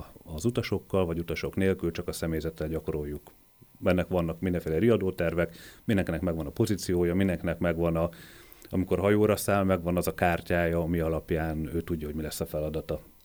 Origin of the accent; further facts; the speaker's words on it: Hungary; én vidéken nőttem fel